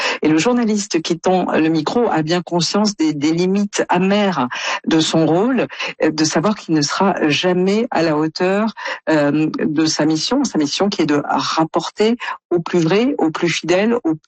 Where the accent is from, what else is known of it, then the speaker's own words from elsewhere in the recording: France; quand on est Canadien ou comme moi français